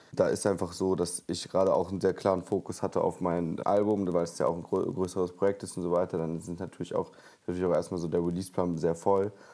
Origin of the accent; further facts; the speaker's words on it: North Rhine-Westphalia, Germany; ich bin aus dem Ruhrgebiet in NRW.